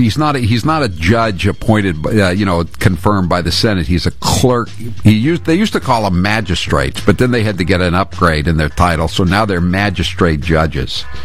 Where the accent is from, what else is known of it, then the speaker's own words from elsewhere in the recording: New England, United States; I come from New England.